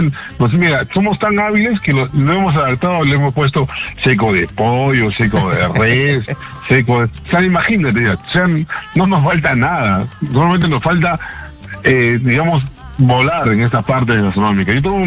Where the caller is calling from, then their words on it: Peru; Somos un país privilegiado, un país único en el mundo.